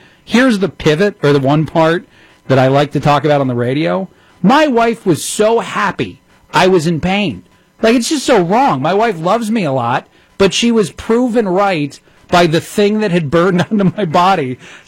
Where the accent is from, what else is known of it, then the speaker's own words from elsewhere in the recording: East Coast, United States; I love get a load of this guy, but I'm from the East Coast. I feel like that's an East Coast thing, not a white guy thing, but who knows.